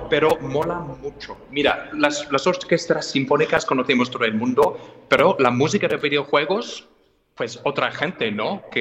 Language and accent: Spanish; England, United Kingdom; Spanish is a second language; now in Spain